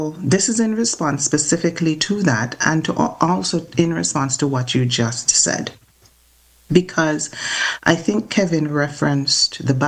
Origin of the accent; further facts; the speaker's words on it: Antigua & Barbuda; I was born and raised in Antigua